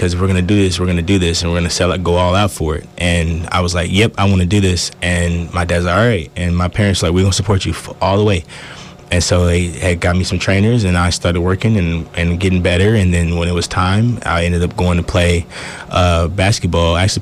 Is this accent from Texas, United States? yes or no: yes; Texas, United States; now in Alaska, United States; I did. I've been born and raised in Texas. Texas my whole life.